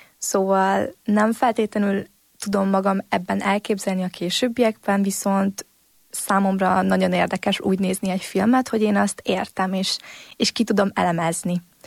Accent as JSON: {"language": "Hungarian", "country": "Hungary", "moved": "yes", "lives_now": "Budapest, Hungary", "said": "Ugye vidéki lány vagyok"}